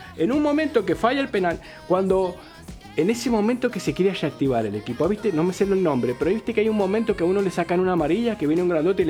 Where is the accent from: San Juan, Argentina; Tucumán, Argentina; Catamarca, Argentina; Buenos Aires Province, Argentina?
San Juan, Argentina; sepan entender que vengo de San Juan. No me mate.